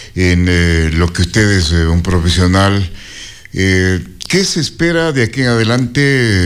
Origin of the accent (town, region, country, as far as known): Ecuador